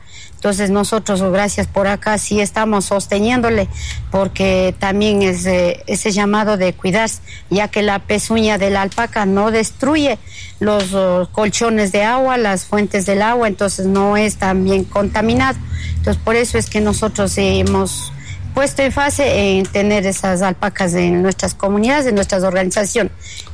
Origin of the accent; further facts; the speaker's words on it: Sacha, Cotopaxi, Ecuador; vengo de la comunidad de Sacha.